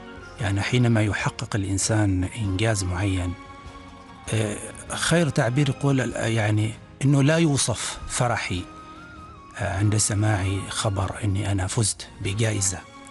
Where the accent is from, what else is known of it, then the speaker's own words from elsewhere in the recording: Oman; شعرت أولا كوني عماني وأفتخر بذلك